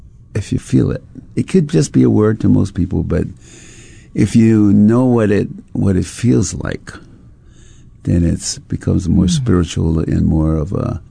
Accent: Honolulu, Hawaii, United States; I grew up in Kapahulu.

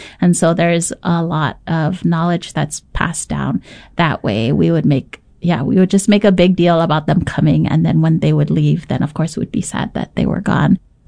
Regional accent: Oahu, Hawaii, United States; I grew up here on Oahu

